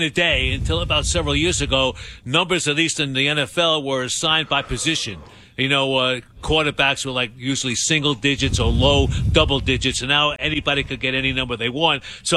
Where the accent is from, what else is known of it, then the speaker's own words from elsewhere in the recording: New York City, New York, United States; We're both from Brooklyn.